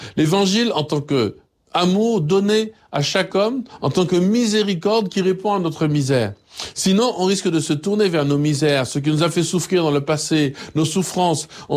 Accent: Martinique; Ce que je dis là, c'est pas en tant que Martiniquais seulement.

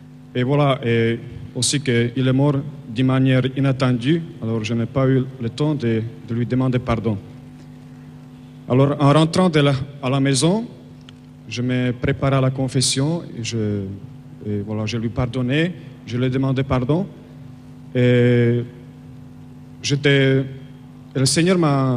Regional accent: Slovakia; French is a second language; je viens de Slovaquie.

